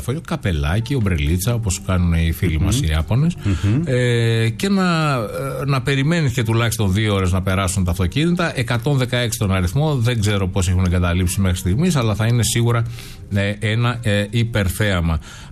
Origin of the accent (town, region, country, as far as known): Greece